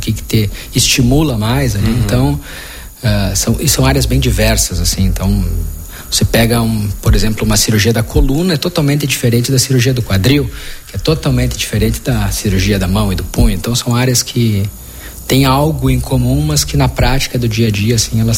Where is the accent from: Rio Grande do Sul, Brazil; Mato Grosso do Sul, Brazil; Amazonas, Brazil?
Rio Grande do Sul, Brazil; Santiago; moved away as an adult; also born or lived in Passo Fundo; now in Marau, Brazil; eu sou natural de Santiago, fica região centro-oeste do estado. E acabei vindo para cá 13 anos, mais ou menos